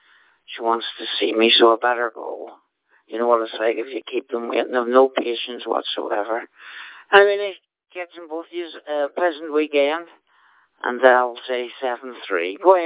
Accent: Northern Ireland, United Kingdom; also born or lived in Scotland; now in Glenrothes, United Kingdom; And you'll probably gather by the accent, I'm not Scottish by birth, originally from Northern Ireland, moved to Scotland, 1976.

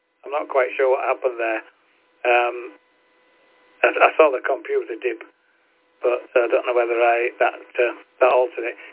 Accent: York, Yorkshire and the Humber, United Kingdom; also born or lived in Skipton; now in Harrogate, United Kingdom; I'm originally from York, and I spent a few years over in the Skipton area, and now I'm back in Harrogate

